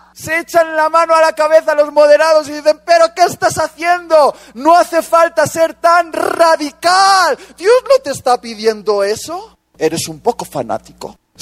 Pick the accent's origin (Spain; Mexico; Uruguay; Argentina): Spain; Soy español. Yo he sido educado en la iglesia para ser un perfecto moderado.